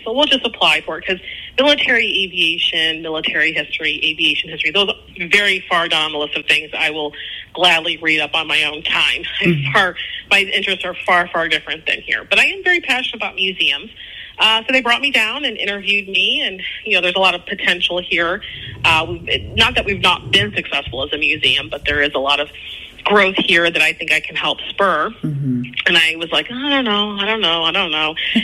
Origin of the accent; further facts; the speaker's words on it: Indiana, United States; born there; Well, actually, I'm a Hoosier born person, and I was born in Northwest Indiana.